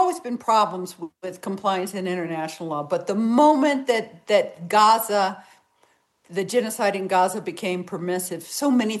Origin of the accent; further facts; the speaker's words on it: Virginia, United States; Well, first I'd like to share my solidarity because I am also from Virginia.